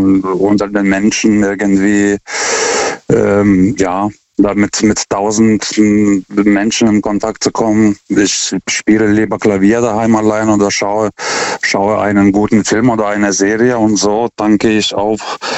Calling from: Karlsruhe, Baden-Württemberg, Germany; German is a second language; Hier ist der … aus Karlsruhe. Ich rufe zum zweiten Mal an.

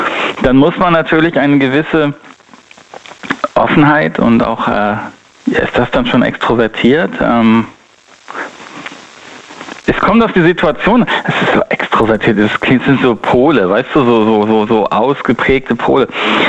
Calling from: North Rhine-Westphalia, Germany; Ich komme aus dem Rhein-Sieg-Kreis.

